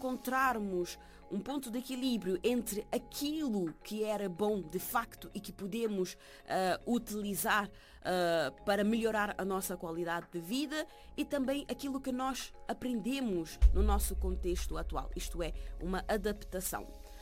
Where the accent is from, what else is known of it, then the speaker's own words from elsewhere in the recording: Cape Verde; nós somos híbridos em Cabo Verde